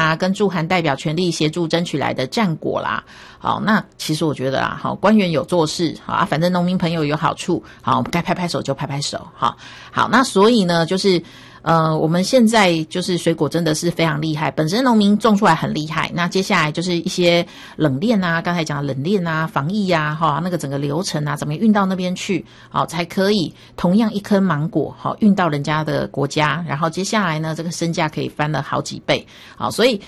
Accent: Taiwan; 那我们台湾这边凤梨世家也是一样

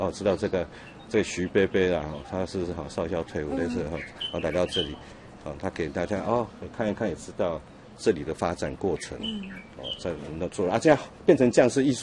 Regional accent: Taipei, Taiwan; 我们从小在这边出生，啊，我在这边住了60几年了，

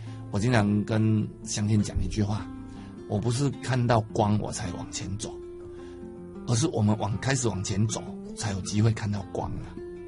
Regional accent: Nantou County, Taiwan; moved away as an adult; 因为这也就是我的家乡啊

